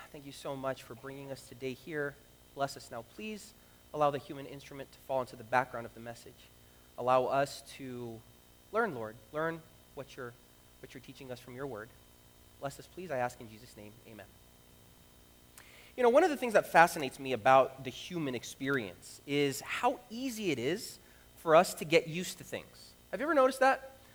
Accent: Brazil; moved away; You know, I'm from Brazil

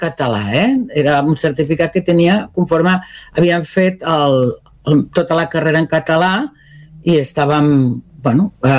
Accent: Barberà del Vallès, Catalonia, Spain; born there; Catalan is a second language; also born or lived in Melilla / Zaragoza; encara hi havia molts carrers sense asfaltar, vol dir que tot era com molt poble encara Barberà del Vallès era un poble.

